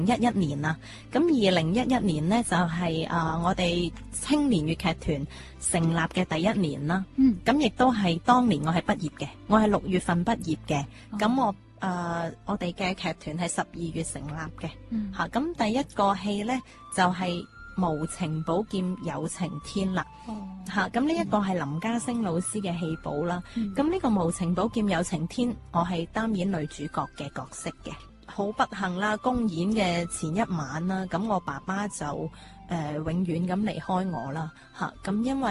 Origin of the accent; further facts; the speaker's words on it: Guangzhou, Guangdong, China; 我係廣州人，爸爸喺廣州走嘅